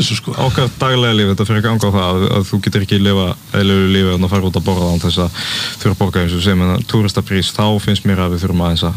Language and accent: Icelandic; Grímsnes, Southern Region, Iceland; Og ég er úr Grímsnesinu, ég bjó í gullna ringnum